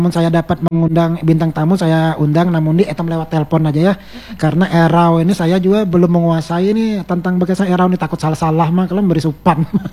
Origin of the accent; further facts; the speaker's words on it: East Kalimantan, Indonesia; adat istiadat kami orang Kutai